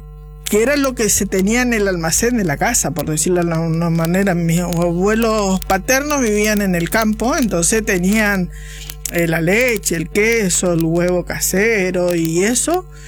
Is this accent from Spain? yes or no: no; Itatí, Corrientes, Argentina; en la escuela de Itatí, hablo de mi pueblo, ¿no?